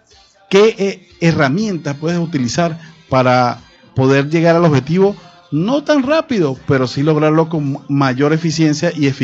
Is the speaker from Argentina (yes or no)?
no; Venezuela; como líderes, como venezolanos